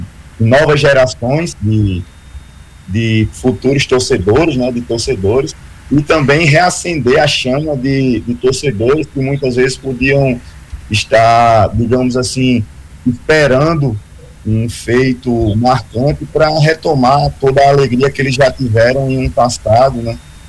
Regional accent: Natal, Rio Grande do Norte, Brazil; now in Uberlândia, Brazil; Assim, eu sou natural de Natal, né? E já estou no futebol tem alguns anos. E aqui no futebol mineiro já estou há 6 anos, né?

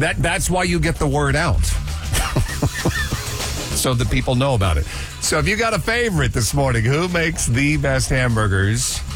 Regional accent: Kokomo, Indiana, United States; I'm from Kokomo. I was born and raised there.

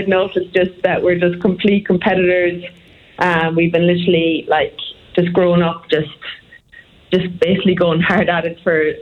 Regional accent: Mayo, Connacht, Ireland; moved away as an adult; now in Australia

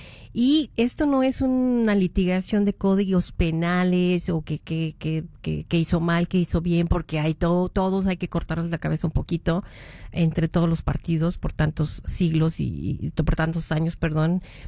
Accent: Mexico; moved away; Yo que soy mexicana y pues colaboro con mexicanos en el exterior

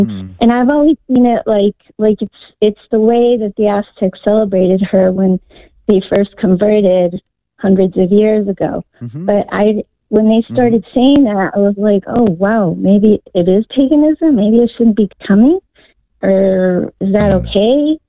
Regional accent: Mexico; English is a second language; Well, I'm from Mexico, and on the 12th of December every year, we do like a celebration for the Virgin

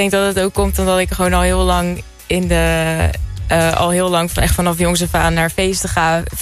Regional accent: Leiden, South Holland, Netherlands; Ik kom uit Leiden.

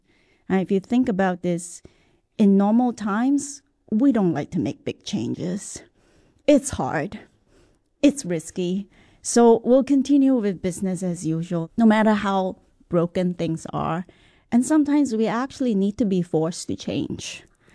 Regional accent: Singapore; And maybe because I'm a Singaporean, Singaporeans are sort of proud to be realist

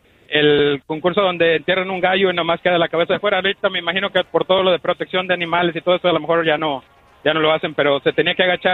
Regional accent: Matamoros, Tamaulipas, Mexico; yo soy nacido y criado en Matamoros.

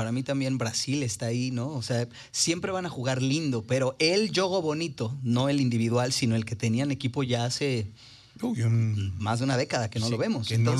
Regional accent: Mexico; Como mexicano, yo soy muy, muy realista y muy sincero con mi país.

